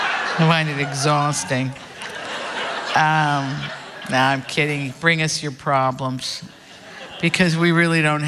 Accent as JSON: {"language": "English", "region": "Appalachia", "country": "United States", "said": "I'm an Appalachian."}